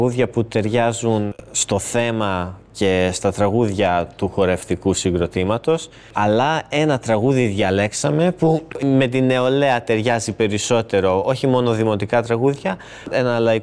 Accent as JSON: {"language": "Greek", "country": "Greece", "said": "Για μένα, εγώ είμαι περήφανος που είμαι Έλληνας"}